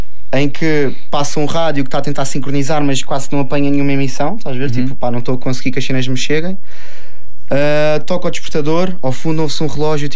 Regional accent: Faro, Algarve, Portugal; accent: Algarvio; eu sou farense, sou algarvio, eu respiro o Algarve, eu adoro a minha terra, adoro a minha zona, adoro as pessoas daqui, adoro a nossa maneira de falar.

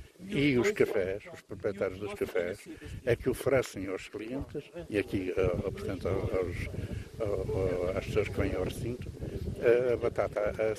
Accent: Alpedrinha, Centro, Portugal; eu sou da Alpedrinha

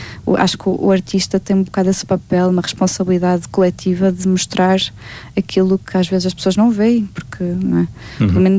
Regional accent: Vila Real, Norte, Portugal; accent: northern Portuguese; porque em Vila Real, e depois também não vamos esquecer que toda a gente até hoje tentou ao máximo bloquear o facto de falarmos mais a nortenho e mais ao interior.

